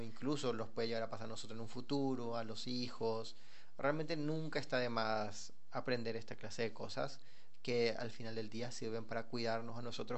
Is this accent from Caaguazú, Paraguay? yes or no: yes; Coronel Oviedo, Caaguazú, Paraguay; yo, que soy de Coronel Oviedo